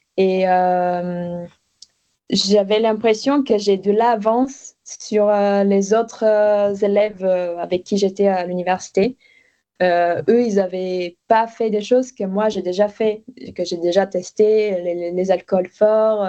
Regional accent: Bulgaria; French is a second language; now in France

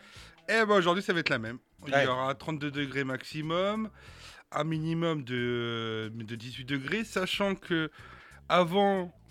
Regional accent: Normandy, France; on est de Normand, on râle quand il fait moche et on râle quand il fait beau.

